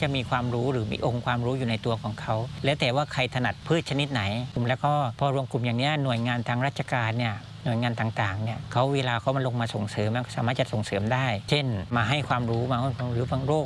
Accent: Phatthalung, Thailand; moved away as an adult; now in Nonthaburi, Thailand; ผมบอกว่าผมไม่ใช่ผมภูมิลำเนาอยู่จังหวัดพัทลุง

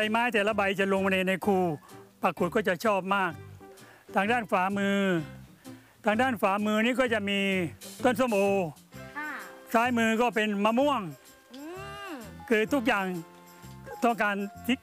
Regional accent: Trang, Thailand; เดิมผมเป็นคนจังหวัดตรังครับเป็นลูกชาวนาทำนาด้วยความยากลำบาก

